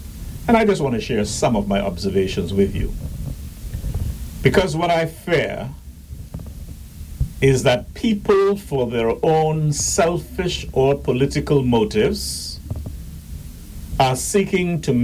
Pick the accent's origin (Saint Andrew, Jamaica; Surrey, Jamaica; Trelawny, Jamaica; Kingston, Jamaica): Trelawny, Jamaica; Falmouth; moved away; When I grew up in Jamaica, or was growing up there in the later years, anyway, in the 70s